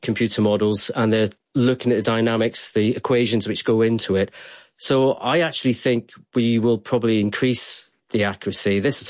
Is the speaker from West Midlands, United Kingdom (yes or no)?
no; Scotland, United Kingdom; born or raised there